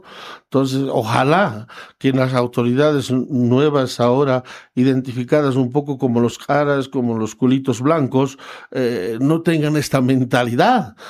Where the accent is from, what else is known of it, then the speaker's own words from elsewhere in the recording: Bolivia; born there; now in La Paz, Bolivia; en mi pueblo, porque estoy todavía allá afiliado a mi barrio, afiliado a mi sindicato, afiliado a los regantes